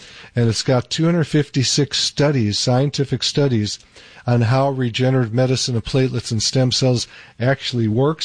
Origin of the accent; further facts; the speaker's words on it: the North, United States; we're from the North